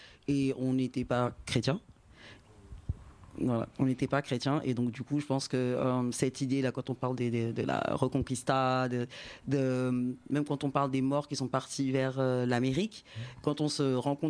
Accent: Haiti; je suis haïtienne

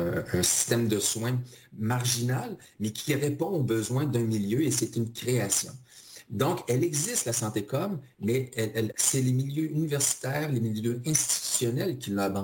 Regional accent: Quebec, Canada

